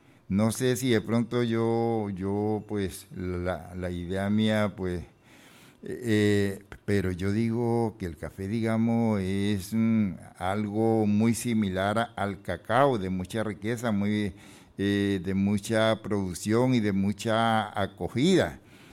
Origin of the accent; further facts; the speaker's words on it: Arauca, Colombia; moved away; yo soy del campo, yo soy un campesino que me crié, carajo, a pata descalzo, así como hablamos en las sabanas de Arauca, conociendo todas las actividades del campo, digamos, que se dan allá en el llano, como buen llanero.